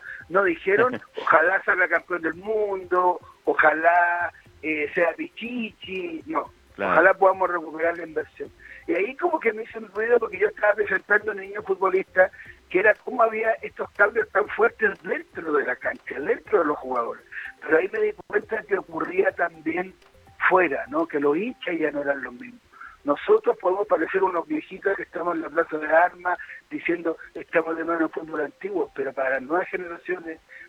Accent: Chile; yo realmente voy a Argentina, muchachos, siendo chileno

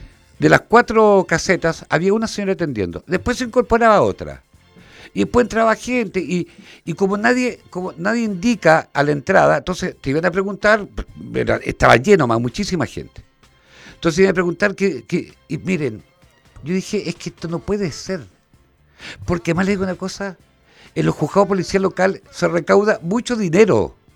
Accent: Puerto Montt, Los Lagos, Chile; ayer yo me sentí muy orgulloso como puertomontino.

